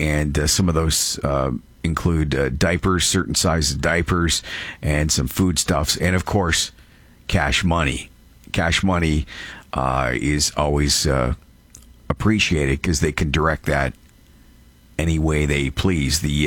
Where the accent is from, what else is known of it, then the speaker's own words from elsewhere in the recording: Canada; although I'm a Canadian too, and understand it's protectionist versus protectionist here.